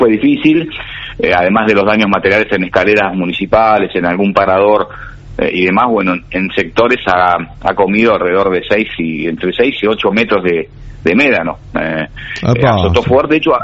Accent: Argentina; now in Punta Alta, Argentina; orgulloso como vecino, como intendente, como argentino

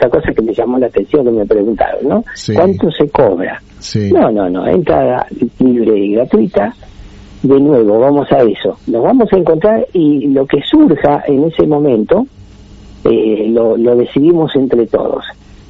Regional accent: Argentina

